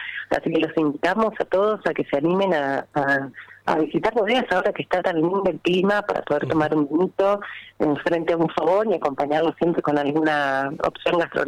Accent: General Roca, Río Negro, Argentina; moved away as an adult; also born or lived in Uruguay; volví para Roca, estoy viviendo acá

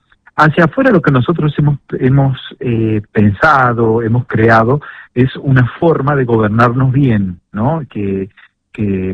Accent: Villa Mercedes, San Luis, Argentina; yo soy de Villa Mercedes, me conocen desde hace mucho tiempo

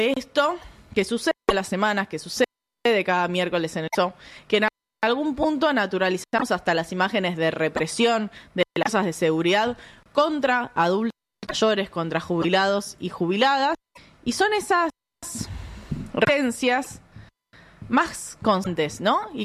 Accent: Argentina; como argentinos y como argentinas

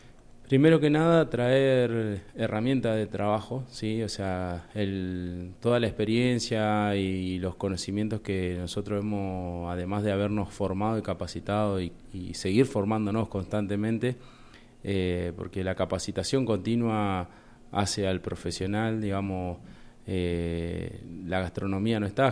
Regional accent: Viedma, Río Negro, Argentina; Nosotros, bueno, venimos, dos de los instructores venimos de Viedma

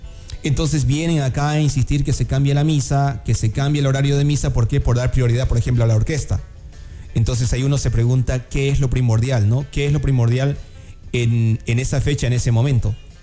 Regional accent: Bolivia; now in Ecuador; vengo de Bolivia, ¿no? Que es un país incluso más subdesarrollado que Ecuador.

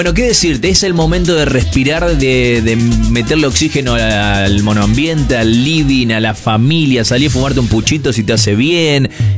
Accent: Argentina; Si soy argentino en las buenas, no me preguntes en las malas.

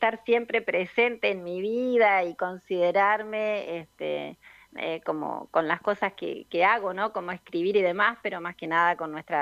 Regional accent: Corrientes, Argentina; also born or lived in Entre Ríos; a pesar de ser entrerriana, pero amo Corrientes. Y es tu lugar. Lo siento, por supuesto, porque crecí en Corrientes

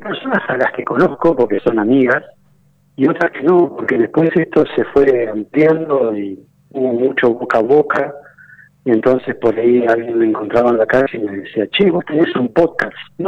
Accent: Argentina; porque así somos los argentinos, así grandilocuentes y los mejores del mundo.

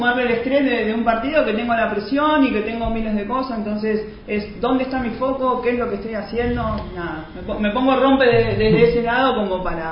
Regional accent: Argentina; nosotros como argentinos

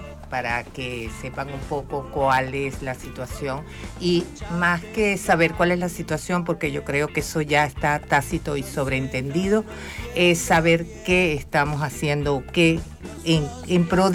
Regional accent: Caracas, Capital District, Venezuela; moved away; also born or lived in Margarita Island, Nueva Esparta; yo en realidad tengo familia en toda Venezuela. Yo soy caraqueña. Después me fui a vivir en el 98, me fui a vivir a la isla de Margarita, en el estado Nueva Esparta.

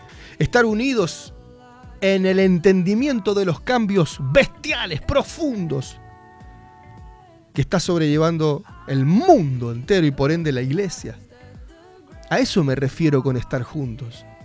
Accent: Argentina; lo hago porque soy argentino.

